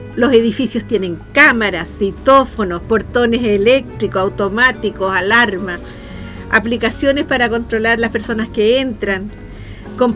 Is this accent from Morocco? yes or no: no; Chile